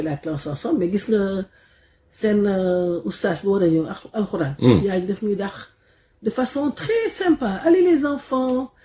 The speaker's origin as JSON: {"language": "French", "region": "Dakar", "country": "Senegal", "tie": "born or raised there", "said": "moi j'ai grandi à la SICAP"}